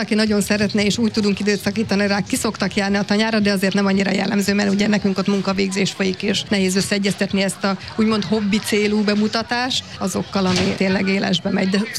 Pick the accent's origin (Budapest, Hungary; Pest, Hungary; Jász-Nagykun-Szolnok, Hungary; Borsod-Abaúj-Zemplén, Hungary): Jász-Nagykun-Szolnok, Hungary; Túrkeve; én tanyán is születtem, ott is nőttem föl, sőt most is tanyán lakom